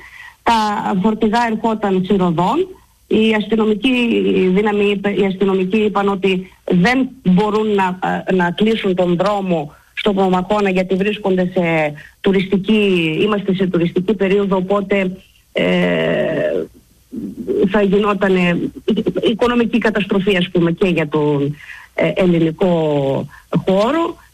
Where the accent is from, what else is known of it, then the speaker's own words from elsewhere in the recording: Thrace, Greece; now in Serres, Greece; Και εγώ είμαι Θρακιώτισσα. Κατάγομαι από τη Θράκη.